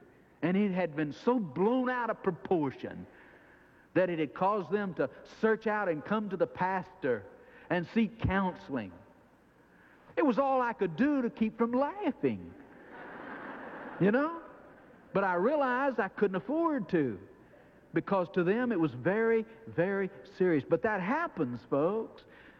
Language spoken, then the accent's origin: English; Jacksonville, Florida, United States; I grew up out here in Riverside, here in Jacksonville